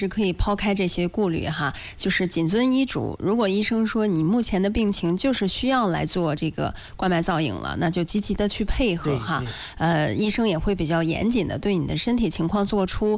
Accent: Hebei, China

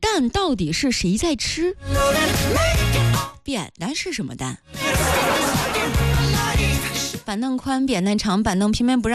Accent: Shijiazhuang, Hebei, China; 确实我是石家庄的。

